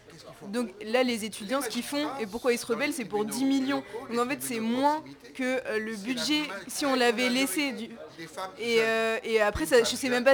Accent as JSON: {"language": "French", "town": "Montreuil", "region": "Île-de-France", "country": "France", "tie": "born or raised there", "said": "moi je suis de Montreuil, j'ai fait toute ma scolarité dans le public à Montreuil."}